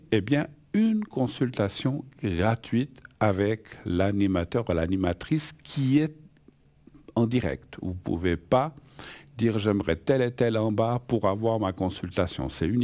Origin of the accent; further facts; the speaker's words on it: Spain; now in Switzerland; de l'Espagne, de mon pays d'origine, l'Espagne